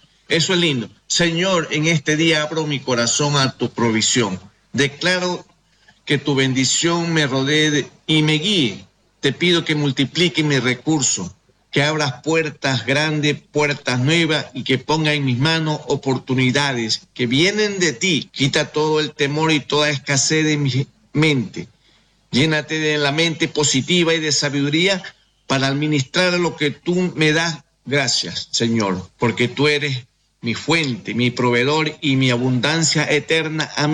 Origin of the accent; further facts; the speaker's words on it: Ecuador; now in Solís de Mataojo, Uruguay; Soy conocido más de 30 años en la República Oriental del Uruguay, como ecuatoriano que soy, tengo mi casa en Solís de Mataojo